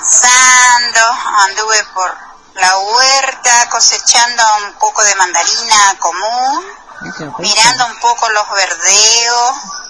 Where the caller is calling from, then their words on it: La Cruz, Corrientes, Argentina; de la Cruz.